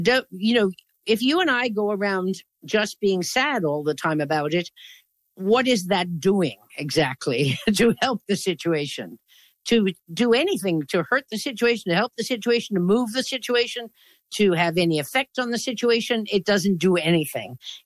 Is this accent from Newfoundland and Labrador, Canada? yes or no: yes; Newfoundland and Labrador, Canada